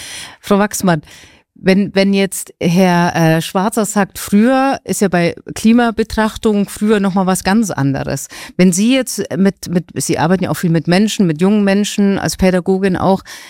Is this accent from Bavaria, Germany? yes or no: yes; Garmisch-Partenkirchen, Bavaria, Germany; Ich bin selbst bin auch aus Garmisch